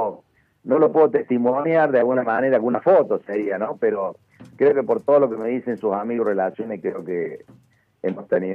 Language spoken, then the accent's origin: Spanish; Argentina; Así que es un orgullo como argentino